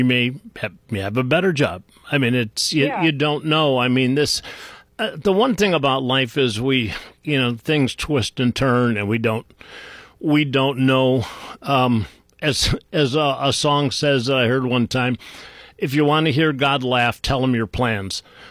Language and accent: English; Willowick, Ohio, United States; I grew up in Willowick.